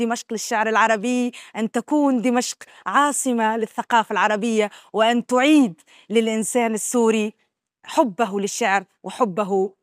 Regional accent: Tunisia; وأنا قادمة أحمل من تونس رسالة محبة ورسالة أخوة ورسالة صداقة ممتدة بدأها التاريخ وواصلها نزار

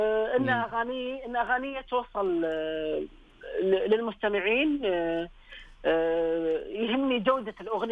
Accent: Saudi Arabia

